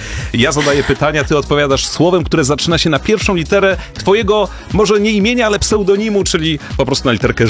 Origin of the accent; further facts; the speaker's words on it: Łódź, Łódź Voivodeship, Poland; O, a jestem z Łodzi, patrz, to prawie no to... ziom, ale z jednej dzielnicy.